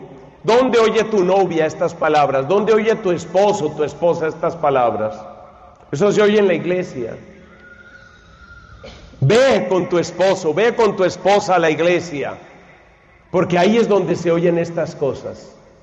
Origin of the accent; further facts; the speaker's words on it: Colombia; moved away; Me preguntaron de allá de mi país